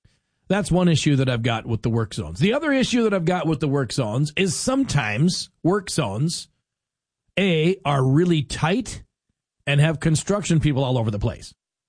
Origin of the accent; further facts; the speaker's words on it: North Dakota, United States; moved away; growing up in North Dakota, and driving, I don't know how many times, hundreds of times, say, between Fargo and Bismarck.